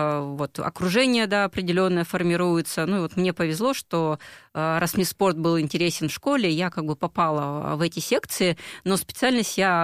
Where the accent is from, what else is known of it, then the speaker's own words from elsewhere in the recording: Yekaterinburg, Sverdlovsk Oblast, Russia; Вообще я из Екатеринбурга.